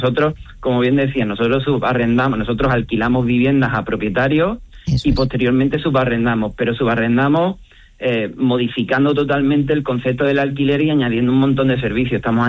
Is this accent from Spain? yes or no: yes; Cádiz, Andalusia, Spain; moved away as an adult; now in Seville, Spain; yo soy de Cádiz, con lo cual yo me encontré y estudié aquí, ¿no?, en la Pablo de la Vide